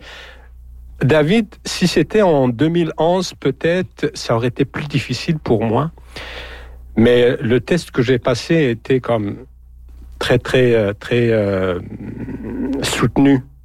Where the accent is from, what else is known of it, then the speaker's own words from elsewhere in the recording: Algeria; moved away as an adult; also born or lived in Montreal / Saskatchewan; now in Abitibi-Témiscamingue, Canada; En fait, moi, je suis originaire d'Algérie. Je suis arrivé au Canada en 2010. J'étais journaliste avant aussi. J'ai fait de plusieurs journaux en Algérie.